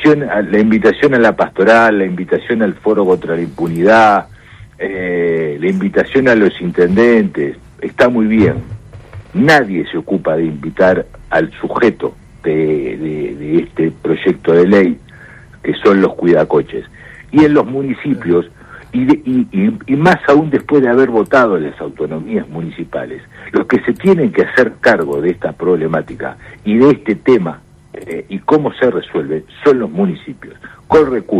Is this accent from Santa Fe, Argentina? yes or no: yes; Rafaela, Santa Fe, Argentina; yo vengo de Rafaela, trabajé mucho tiempo en la municipalidad de Rafaela.